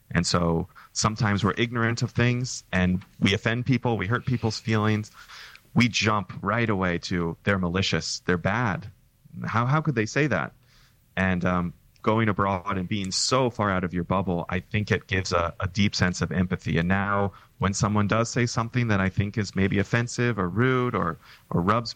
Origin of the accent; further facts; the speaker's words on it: California, United States; And in fact, I'm from Silicon Valley, where a lot of people are hardcore capitalists.